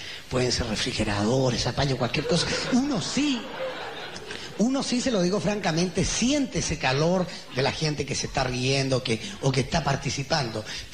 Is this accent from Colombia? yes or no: no; Chile; como chileno también soy un poquito como chupadito.